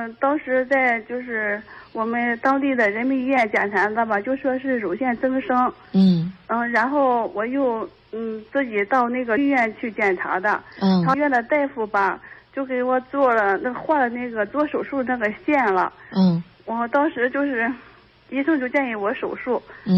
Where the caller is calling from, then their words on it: Dezhou, Shandong, China; 我是山东德州的祥康人。